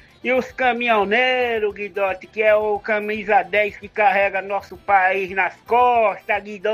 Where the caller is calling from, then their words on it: Brazil; da Brasilândia.